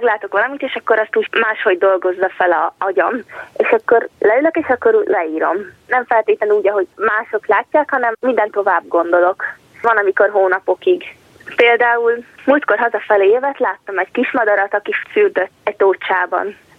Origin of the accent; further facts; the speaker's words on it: Kecskemét, Bács-Kiskun, Hungary; born there; Kecskeméten születtem, 11-es tanuló vagyok a Piarista gimnáziumban.